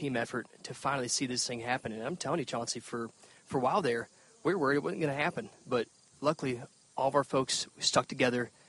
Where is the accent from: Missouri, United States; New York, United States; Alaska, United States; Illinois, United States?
Missouri, United States; I grew up in Missouri, was in the outdoors my entire life.